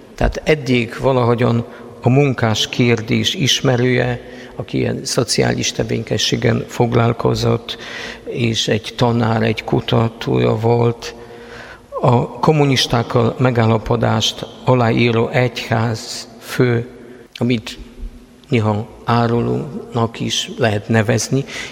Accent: Prudnik, Opole Voivodeship, Poland; Hungarian is a second language; moved away; én Prudnikban születtem.

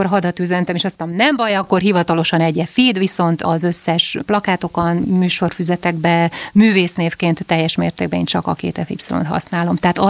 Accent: Harghita, Romania; csak azért, mert egy pici faluból származom, nem egy ilyen metropoliszból, idézőjelben persze, mint Székely Keresztúr

